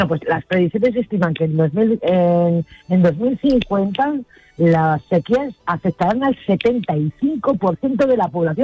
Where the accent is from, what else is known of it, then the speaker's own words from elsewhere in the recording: Castilla-La Mancha, Spain; Cómo está el oreo, que diría en mi tierra.